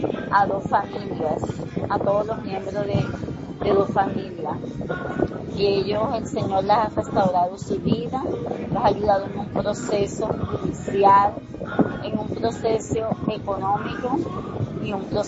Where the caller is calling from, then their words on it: Sincelejo, Sucre, Colombia; de Sincelejo, Sucre.